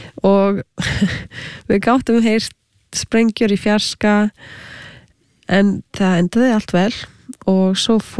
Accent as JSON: {"language": "Icelandic", "country": "Canada", "tie": "born or raised there", "also_born_or_lived": "United States / Australia", "said": "ég ólst upp í Kanada með halv indverskri móður frá Suður Ameríku. Svo ég var þegar alþjóðlegt barn og með nokkuð tungumál sem ég gat notað."}